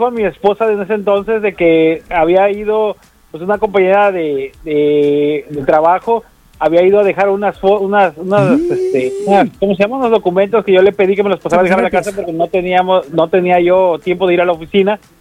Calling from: Veracruz, Mexico; de Veracruz, ¿cómo están?

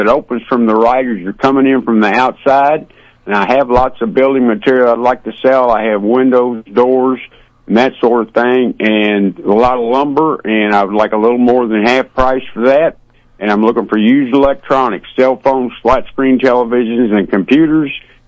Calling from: Slater, Missouri, United States; Slater, I'm calling from Slater

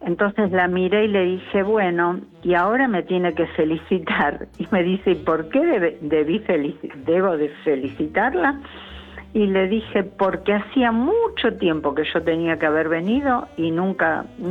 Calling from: Lanús, Buenos Aires Province, Argentina; yo vivo en Lanús

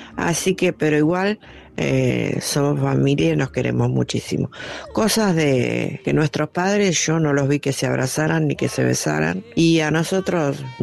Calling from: Ituzaingó, Buenos Aires Province, Argentina; de Ituzaingó.

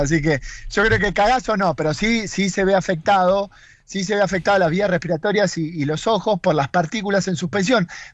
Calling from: Buenos Aires, Argentina; Acá en Buenos Aires

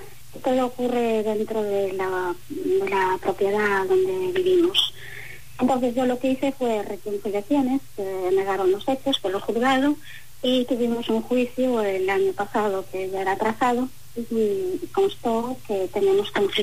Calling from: Galicia, Spain; yo soy una persona gallega, resido en la calle Santa Eulalia

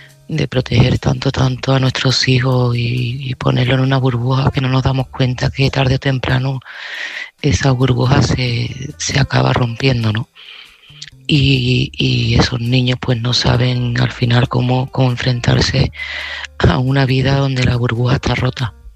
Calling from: Seville, Andalusia, Spain; de Sevilla y este mensaje va para Ana.

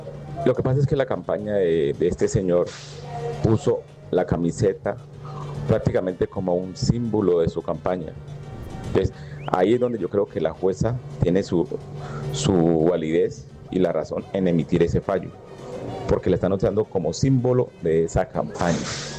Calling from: Colombia

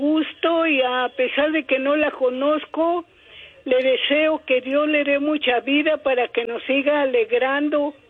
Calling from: East Chicago, Indiana, United States; De Indiana Harbor.

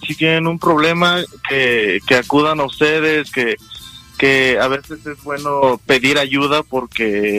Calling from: Arizona, United States; Hablo de Arizona, maestro.

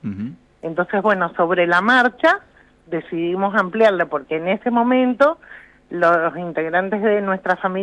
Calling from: Rivadavia, Mendoza, Argentina; nosotros somos del este, de Rivadavia.

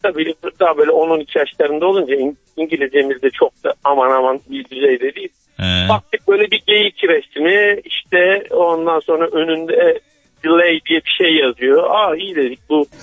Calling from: Mersin, Turkey; ben Mersin'den.

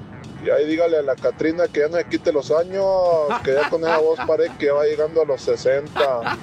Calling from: New Mexico, United States; Acá reportándose desde Nuevo México.

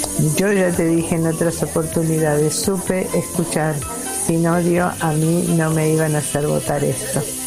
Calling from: Argentina; de Villa Mitre.

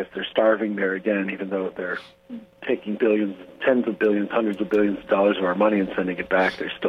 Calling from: Columbus, United States; I'm from Columbus

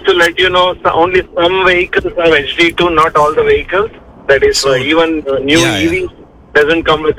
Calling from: San Jose, California, United States

